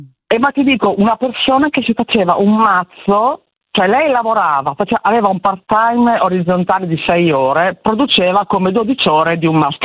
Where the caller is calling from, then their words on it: Bologna, Emilia-Romagna, Italy; Io sono di Bologna